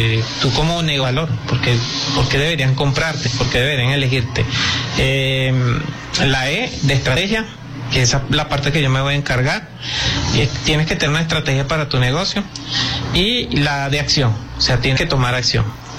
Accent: Venezuela; Entonces, nosotros como venezolanos, pues decidimos aportar

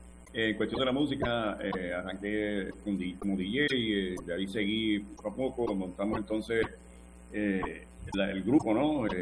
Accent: San Sebastián, Puerto Rico; Como puertorriqueños. Fíjate, y soy aquí, del área oeste de San Sebastián, soy de San Sebastián del Pepino.

